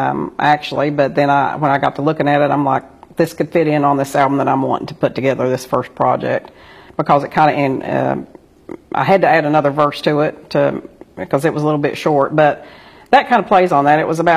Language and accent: English; Appalachia, United States; growing up in Appalachia, or, you know, being in the country